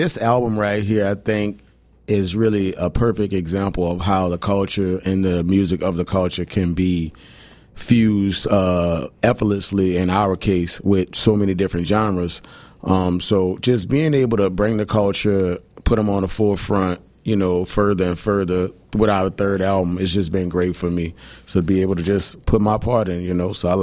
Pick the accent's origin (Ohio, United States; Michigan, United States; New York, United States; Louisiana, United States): Louisiana, United States; New Orleans